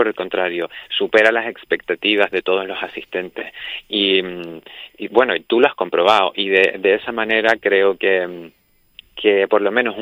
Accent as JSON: {"language": "Spanish", "region": "Canary Islands", "country": "Spain", "said": "el mestizaje que nos define a nosotros como canarios."}